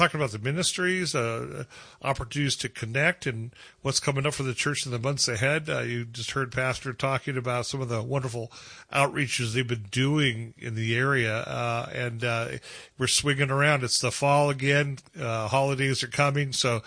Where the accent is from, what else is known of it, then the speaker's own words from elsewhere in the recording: Ventura, California, United States; I grew up in Ventura